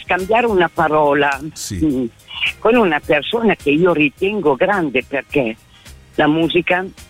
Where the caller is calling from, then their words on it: Sermide, Lombardy, Italy; Allora, io chiamo da Sermide.